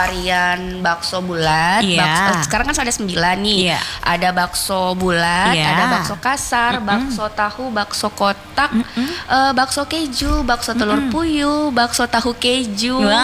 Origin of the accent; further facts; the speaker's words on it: Sulawesi, Indonesia; sebenarnya saya orang Sulawesi asli. Sebenarnya orang Sulawesi. Bapak Bugis, Mama Makassar.